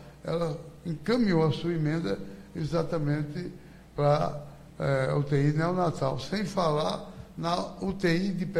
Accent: Cajazeiras, Paraíba, Brazil; born there; fui prefeito da minha terra que me viu nascer, a terra que ensinou a Paraíba a ler, berço da cultura, terra do saber, que é Cajazeira, do padre Inácio de Souza Rolim.

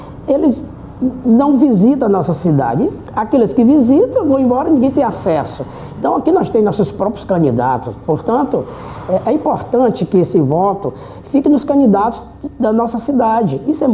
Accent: Brazil; born there; A gente veio aqui da região da Trisdela, nasci aqui no povoado Marica, ali próximo ali da Lagoa Grande.

